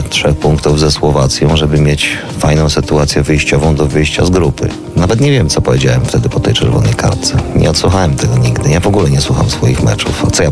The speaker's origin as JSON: {"language": "Polish", "town": "Dębica", "region": "Subcarpathian Voivodeship", "country": "Poland", "said": "bo ja jestem z Dębicy, gdzie mieliśmy wielkich mistrzów w zapasach, mistrzów olimpijskich, mistrzów świata, mistrzów Europy, tak, byliśmy też mistrzami Polski w boksie."}